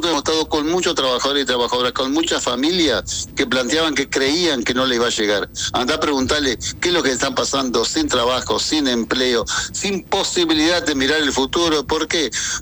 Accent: Entre Ríos, Argentina; como bien argentinos y entrerrianos que somos

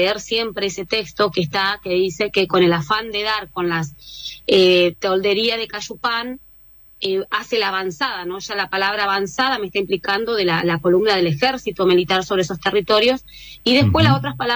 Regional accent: Valcheta, Río Negro, Argentina; toda mi familia está en Balchitas. Balchitas es mi tierra, mi lugar, porque mi familia es de la meseta Somuncurá.

